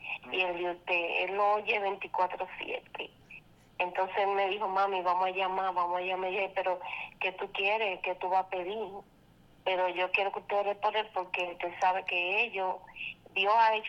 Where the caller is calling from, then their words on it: Dominican Republic; nosotros somos de la República Dominicana. Yo no conozco a nadie en Puerto Rico.